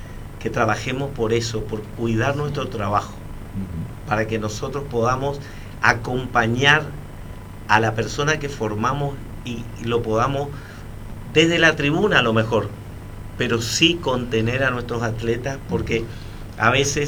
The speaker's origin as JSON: {"language": "Spanish", "country": "Argentina", "lives_now": "Oberá, Argentina"}